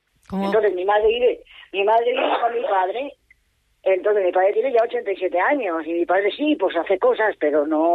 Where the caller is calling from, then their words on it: Santander, Cantabria, Spain; Yo vivo en Santander